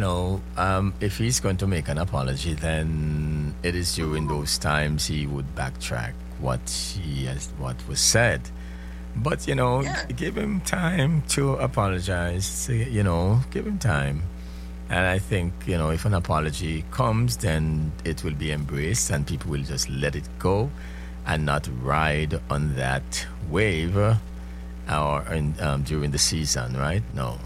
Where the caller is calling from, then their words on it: Jamaica; accent: Jamaican; I am Jamaican, right? That's who I am. So I talk Jamaican, right?